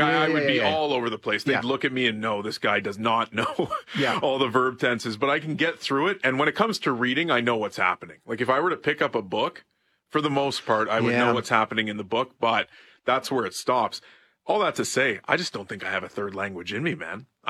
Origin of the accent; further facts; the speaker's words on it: Ottawa, Ontario, Canada; being in grade school as a kid and having to learn French growing up in Ottawa.